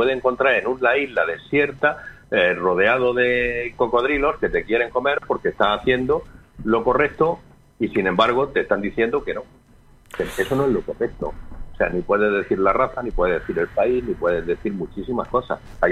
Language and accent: Spanish; El Ejido, Andalusia, Spain; soy un ciudadano de Elegido. Comparto mi ciudadanía como elegidense con 35.000 árabes.